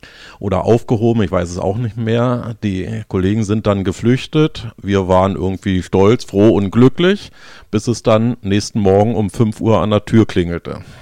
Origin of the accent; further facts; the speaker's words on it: Berlin, Germany; Und wir als Berliner in unserer Stadt, Anhänger des Berliner Fußballclubs Dynamo